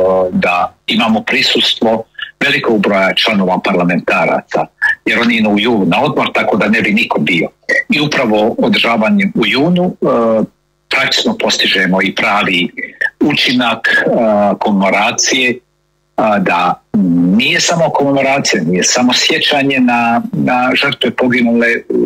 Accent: Bosnia & Herzegovina; now in Australia; Jer naše zajedništvo je u stvari jedini način da ostanemo i opstanemo kao Bosanci i Hercegovci u Australiji.

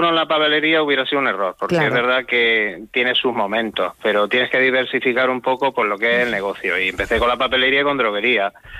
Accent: Agudo, Castilla-La Mancha, Spain; decidí apostar por lo rural, apostar por mi pueblo.

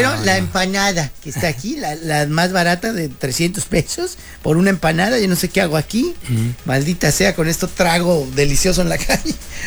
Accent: Mexicali, Baja California, Mexico; born there; yo nací en Mexicali

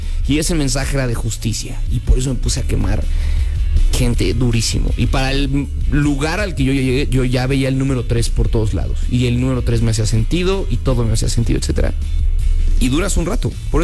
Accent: Mexico; si elegimos como mexicanos

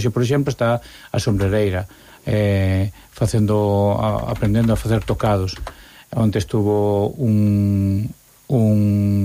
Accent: Santiago de Compostela, Galicia, Spain; eu son de Santiago e teño que comer fora cada vez que veño aquí

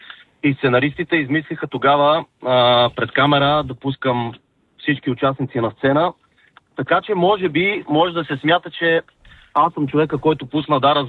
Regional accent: Sofia, Sofia City, Bulgaria; съм от София.

